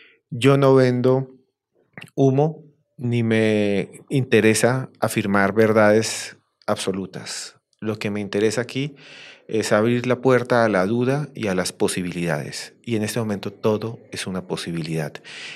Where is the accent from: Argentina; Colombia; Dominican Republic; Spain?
Colombia; Bogotá, Bogotá Capital District; Yo soy de Bogotá.